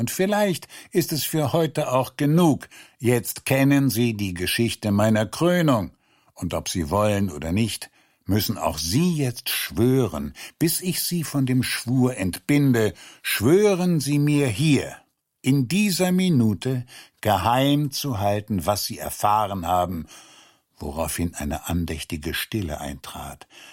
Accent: Hungary; mein Sohn, du bist Ungar. Und das hat sich mir für immer ins Gedächtnis gebrannt. Denn natürlich bin ich Ungar.

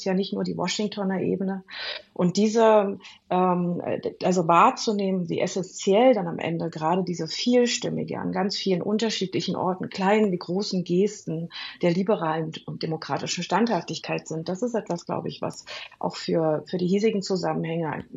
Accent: Germany; als Deutsche und deutsche Historikerin

